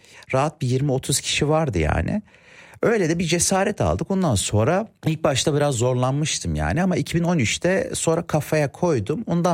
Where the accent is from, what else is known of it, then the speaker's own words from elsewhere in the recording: Cologne, North Rhine-Westphalia, Germany; 1987 senesinde dünyaya geldim. Doğma büyüme Kölnlüyüm. Babam zamanında işçi olarak Almanya'ya geliyor.